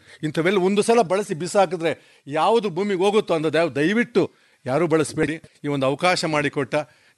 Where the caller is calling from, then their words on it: Mandya, Karnataka, India; ನಮ್ಮ ಮಂಡ್ಯದ B S engineering college ಇದೆ